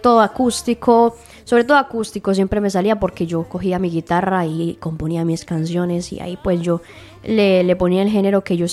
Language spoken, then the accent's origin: Spanish; Barcelona, Catalonia, Spain; prácticamente crecí en Barcelona.